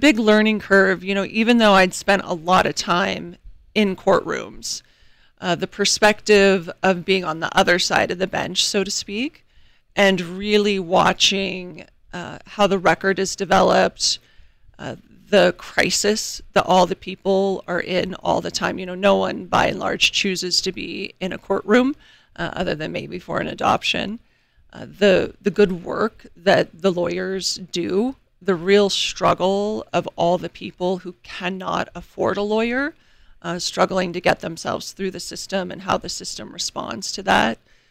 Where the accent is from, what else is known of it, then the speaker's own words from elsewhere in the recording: Stanley, Idaho, United States; moved away as an adult; now in Montana, United States; I was raised outside of a little town called Stanley, Idaho. It's about 3 hours south of Missoula with my two younger sisters. We were snowed in the wintertime